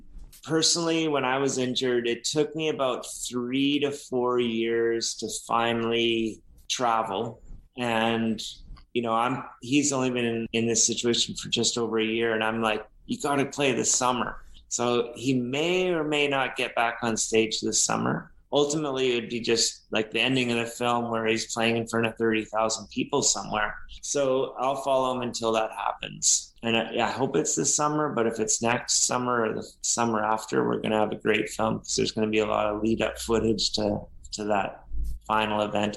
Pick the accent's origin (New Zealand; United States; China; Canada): Canada; I'll tell people I'm from Canada